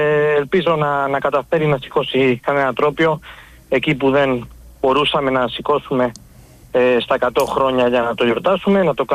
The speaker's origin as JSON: {"language": "Greek", "town": "Mallorca", "region": "Balearic Islands", "country": "Spain", "said": "Εγώ μπορώ να σας πω για το Μαφέο που ήρθε στον Ολυμπιακό, που τον είχαμε εδώ στο νησί μου, στη Μαγιόρκα."}